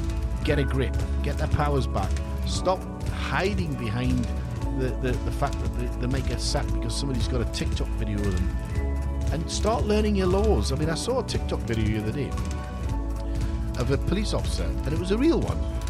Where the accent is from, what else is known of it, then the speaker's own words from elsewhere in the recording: South Shields, North East England, United Kingdom; There was one in South Shields, where my hometown just recently.